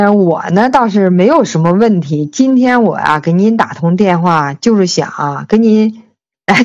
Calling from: Baoding, Hebei, China; 我是河北保定的。

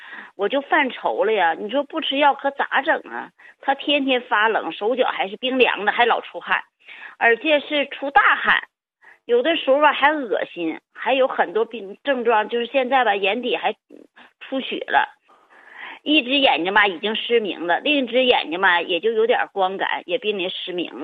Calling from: Jilin, China; 我是吉林市的。

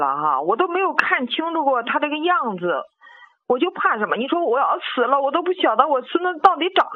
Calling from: Shijiazhuang, Hebei, China; 我是石家庄的。

